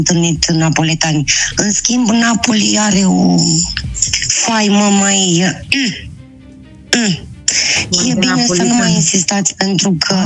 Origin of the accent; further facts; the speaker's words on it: Moldavia, Romania; Nu, eu sunt moldovean, că nu mă jigniți.